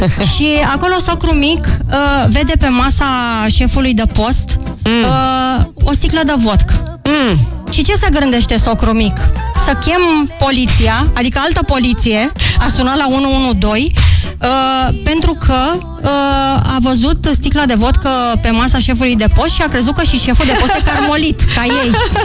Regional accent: our own county, Dâmbovița, Romania; în județul nostru, în propriul nostru județ, la noi acasă, la Lungulețu.

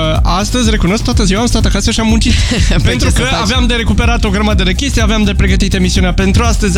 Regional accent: Romania; Din România.

